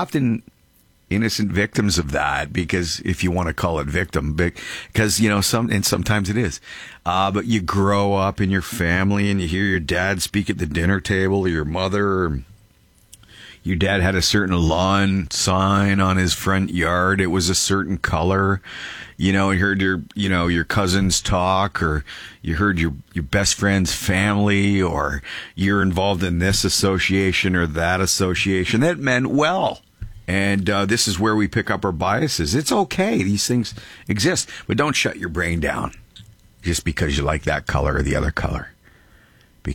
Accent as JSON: {"language": "English", "country": "Canada"}